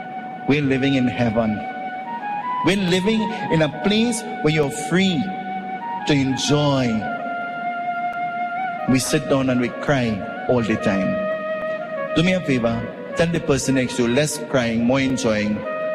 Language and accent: English; Trinidad & Tobago; Sir, where are you from? What country? I say, Trinidad and Tobago.